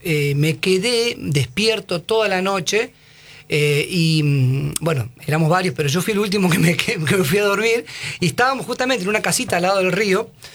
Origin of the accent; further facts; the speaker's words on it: Charata, Chaco, Argentina; Cosquín 2009 fue una experiencia increíble porque yo soy de Charata. Charata es una ciudad que está en el interior de la provincia, a 300 kilómetros de Resistencia.